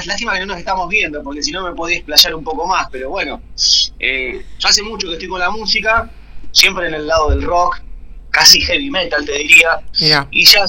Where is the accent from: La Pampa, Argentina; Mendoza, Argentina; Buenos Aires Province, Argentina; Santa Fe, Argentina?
Buenos Aires Province, Argentina; Luján; ahora todos los integrantes somos de Luján.